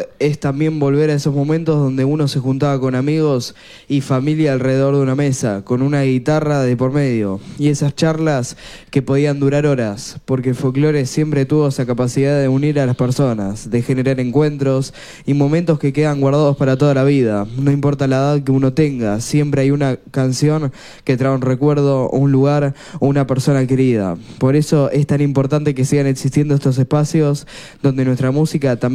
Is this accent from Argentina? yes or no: yes; Argentina; Es como reencontrarnos con nuestros abuelos, con nuestras costumbres y con esa identidad que nos une como argentinos.